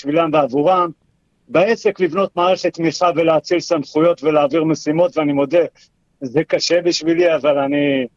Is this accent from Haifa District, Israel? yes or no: yes; Haifa, Haifa District, Israel; אני יליד חיפה